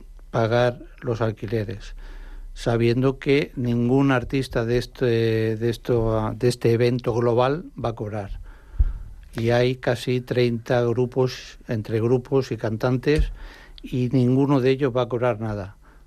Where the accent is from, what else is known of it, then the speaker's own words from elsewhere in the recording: Sant Cugat del Vallès, Catalonia, Spain; moved away as an adult; also born or lived in Mallorca; yo es que soy nacido en Sant Cugat, estuve en Sant Cugat hasta los 18 años, me fui para Mallorca, donde he vivido 30 años.